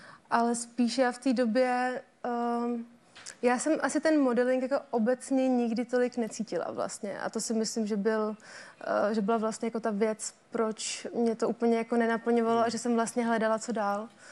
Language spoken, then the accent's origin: Czech; Jablonné nad Orlicí, Pardubice Region, Czechia; Já jsem z Jablonných Nad Orličan.